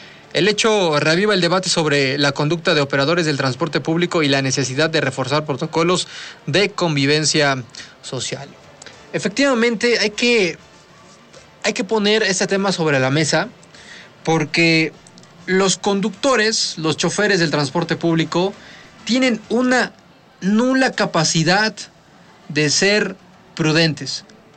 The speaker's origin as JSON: {"language": "Spanish", "region": "Puebla", "country": "Mexico", "said": "tenemos que aprender a convivir vialmente, porque de verdad, como poblanos, manejamos pésimo, horroroso."}